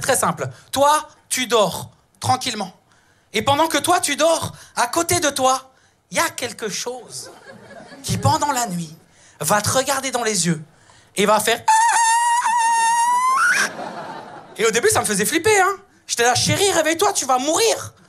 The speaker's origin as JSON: {"language": "French", "country": "Italy", "said": "Moi, je croyais en cette belle phrase, tu vois, je suis italien, hyper romantique, l'amour n'a pas de prix"}